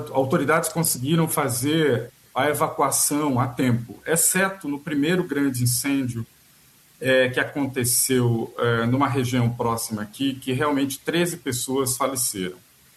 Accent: Pernambuco, Brazil; eu sou pernambucano, sou do estado

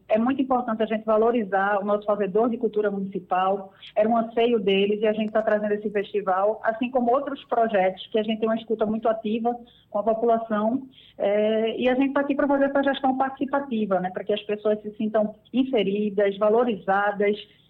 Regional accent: Northeast Region, Brazil; now in Pojuca, Brazil; Somos nordestinos, amamos a nossa cultura

